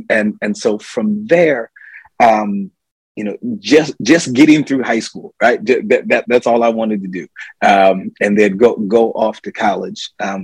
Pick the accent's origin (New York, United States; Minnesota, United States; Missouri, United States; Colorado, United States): New York, United States; Ithaca; born or raised there